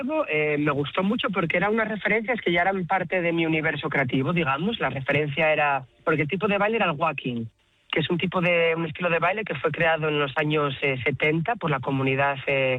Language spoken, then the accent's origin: Spanish; Asturias, Spain; llevar una pieza, un trocito del Cantábrico y de mi pueblo encima. Y hacemos joyas, hacemos collares y eso. Yo soy de barrer para casa y Asturias me inspira mucho